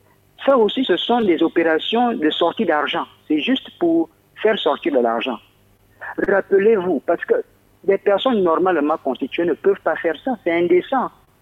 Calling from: Moyen-Ogooué, Gabon; chez moi, dans le Moyen-Ogoué

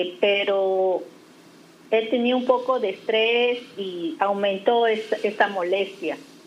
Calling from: Yurimaguas, Loreto, Peru; te llamo de Yurimagua, pertenece a Loreto. Mi pregunta es esta. Yo tengo 50 años

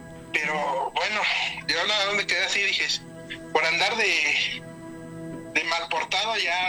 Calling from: Puebla, Mexico; Desde la ciudad de Puebla, capital.

